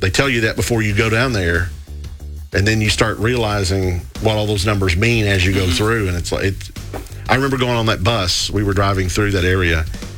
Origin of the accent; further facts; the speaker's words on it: United States; as an American